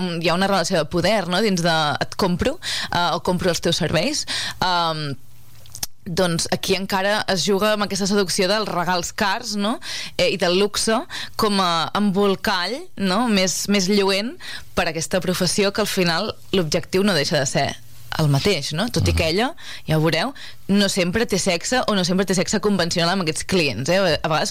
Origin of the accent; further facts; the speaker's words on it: Cantallops, Catalonia, Spain; jo que soc de Cantallops